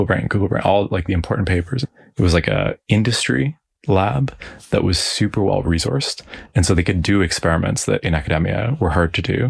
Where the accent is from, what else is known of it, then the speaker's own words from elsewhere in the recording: Toronto, Ontario, Canada; born there; I was born in Toronto, but at 1 year old, my parents moved into a cabin in the woods that my dad had built.